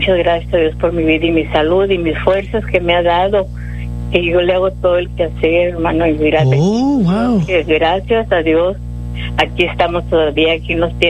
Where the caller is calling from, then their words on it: Edinburg, Texas, United States; De Edimburgo